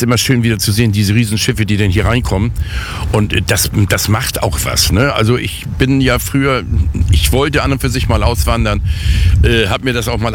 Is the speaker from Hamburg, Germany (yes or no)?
yes; Hamburg, Germany; Wegen Hamburg Wasser, das ist eben meine Heimat. Und wenn ich hierher komme aus dem Urlaub und wenn ich mit dem Auto unterwegs bin und ich sehe die ersten Kräne, dann weiß ich, ich bin wieder zu Hause.